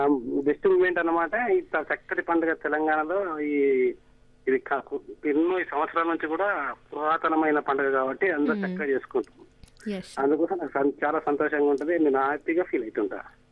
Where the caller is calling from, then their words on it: Hyderabad, Telangana, India; నేను హైదరాబాద్ నుంచి మాట్లాడుతున్నా.